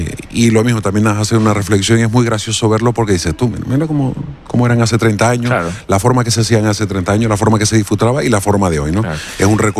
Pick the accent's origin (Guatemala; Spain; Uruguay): Spain; Cabo Blanco, Canary Islands; yo soy de Cabo Blanco toda la vida, sí.